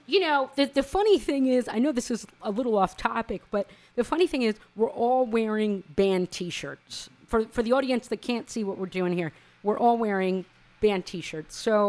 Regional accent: Queens, New York, United States; now in Austin, United States; I'm originally from Queens, New York. I've been in Austin like 12 years.

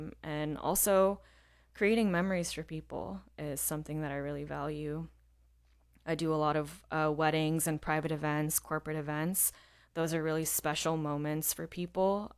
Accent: India; Yeah, I am a South Asian girly. I'm Indian.

